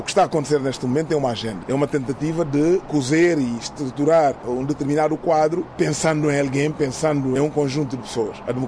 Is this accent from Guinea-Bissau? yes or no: yes; Guinea-Bissau; moved away as an adult; now in Lisbon, Portugal; Enquanto guineense, continuo preocupado com o país